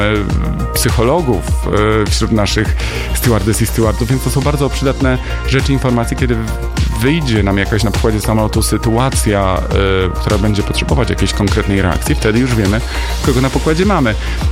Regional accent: Nowy Sącz, Lesser Poland, Poland; now in Lublin, Poland; urodziłem się w Nowym Sączu i to jest moje rodzinne miasto, do którego zawsze z sentymentem wracam.

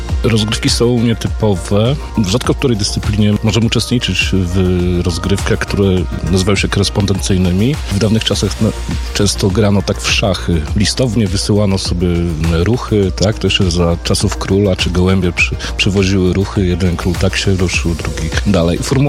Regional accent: Włodawa, Lublin Voivodeship, Poland; Ja sam pochodzę z Włodawy.

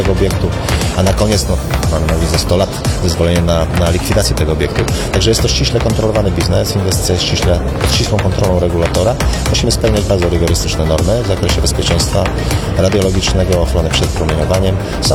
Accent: Pomeranian Voivodeship, Poland; Przynajmniej z mojego punktu widzenia jestem tam Pomorzaninem. Nie urodziłem się w Gdańsku, ale jestem z Pomorza

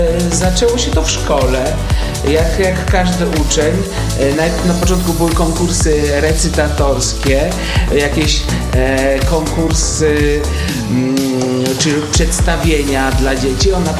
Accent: Rzeszów, Subcarpathian Voivodeship, Poland; Pamiętam w moim liceum w Rzeszowie, bo pochodzę z Rzeszowa

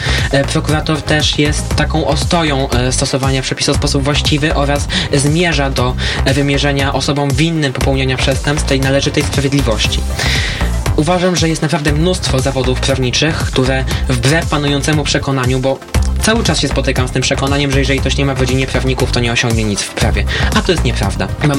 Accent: Łomża, Podlaskie Voivodeship, Poland; jestem Łomżyniakiem, wychowałem się w Łomży, tutaj się urodziłem.

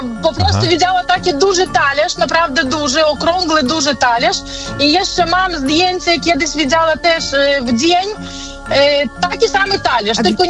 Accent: Belarus; Polish is a second language; ja jestem z Białorusi, ja nie jestem z Polski. No. I tak nie bardzo dokładnie gadam po polsku.

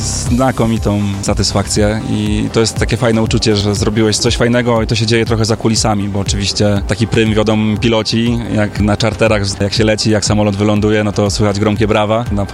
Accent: Poznań, Greater Poland Voivodeship, Poland; ja jestem poznaniakiem

